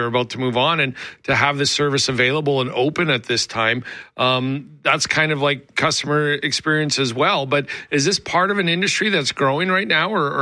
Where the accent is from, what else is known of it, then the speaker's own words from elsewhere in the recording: Alberta, Canada; a kid growing up in Alberta